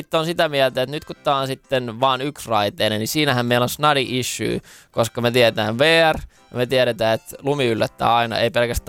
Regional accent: Helsinki, Uusimaa, Finland; Mä oon Galtselta, eli Kalliosta itse.

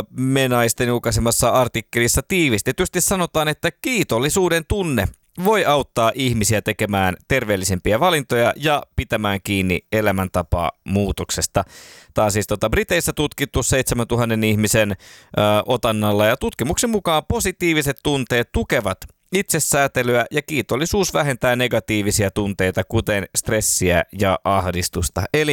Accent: Järvenpää, Uusimaa, Finland; Mutta mä oon Järvenpäästä

